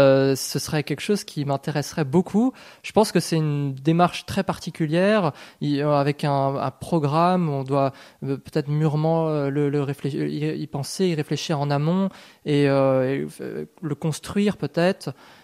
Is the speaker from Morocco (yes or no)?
no; Blois, Centre-Val de Loire, France; Alors, moi, je suis originaire donc, de Blois, donc c'est pas très loin.